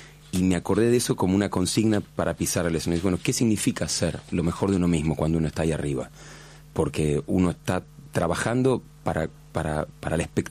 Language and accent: Spanish; Florida, Buenos Aires Province, Argentina; Yo nací en 11, pero crecí toda mi vida en Florida, en Vicente López.